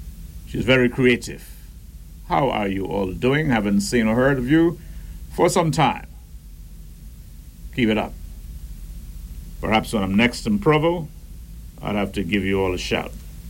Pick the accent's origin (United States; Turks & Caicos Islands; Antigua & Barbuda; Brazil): Turks & Caicos Islands; Middle Caicos; as a little boy growing up in Middle Caicos